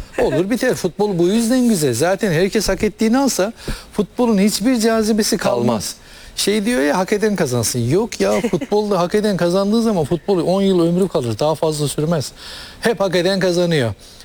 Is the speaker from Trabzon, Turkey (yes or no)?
yes; Trabzon, Turkey; Trabzon'da büyüdüm ben.